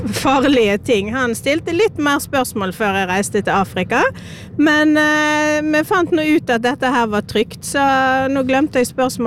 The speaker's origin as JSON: {"language": "Norwegian", "region": "Vestland", "country": "Norway", "also_born_or_lived": "Oslo", "moved": "yes", "lives_now": "Gjøvik, Norway", "said": "i Hardanger, der jeg er fra"}